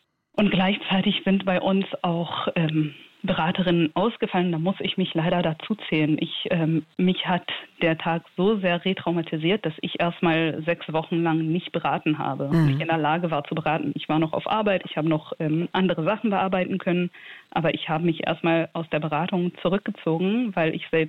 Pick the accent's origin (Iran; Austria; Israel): Israel; now in Berlin, Germany; Ich komme selbst aus Israel